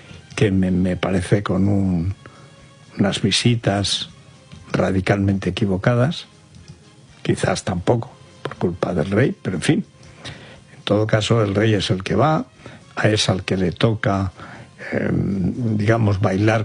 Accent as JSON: {"language": "Spanish", "country": "Spain", "said": "Las víctimas son los ceutíes. Las víctimas son o somos los españoles."}